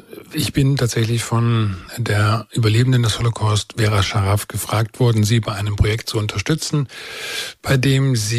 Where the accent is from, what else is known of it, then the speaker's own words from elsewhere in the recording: Germany; als Deutscher